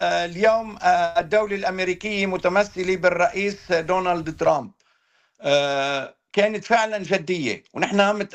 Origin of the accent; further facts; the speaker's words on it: Lebanon; نحن كلبنانيين